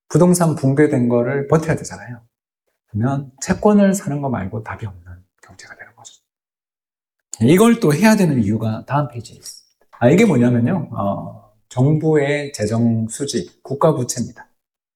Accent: Daegu, South Korea; 제가 대구 사람입니다. 대구하고도 대구 남구 대명동에 사는데요.

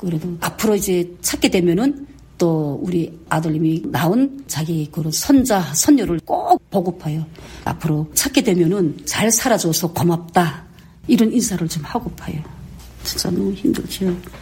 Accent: Wonsan, Kangwon, North Korea; 가고 싶은 거는 당연하게 저희 고향이죠. 특히나 저희 송도원이라고 할 때는 거기는 놀이터들이 있고

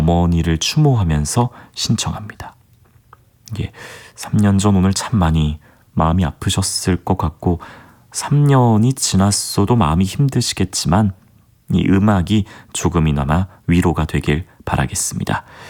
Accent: South Korea; 저는 한국 사람이잖아요.

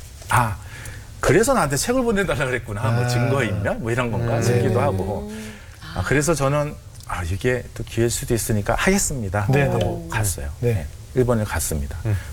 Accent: South Korea; 저는 뭐 그냥 저는 한국인으로서 해야 될 말이라고 생각했는데

